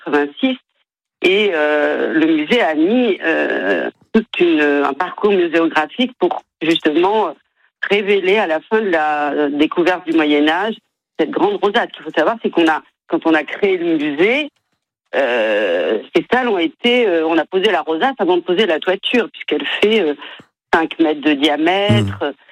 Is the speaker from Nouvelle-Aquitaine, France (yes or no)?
yes; Bordeaux, Nouvelle-Aquitaine, France; je suis bordelaise et présidente de cette association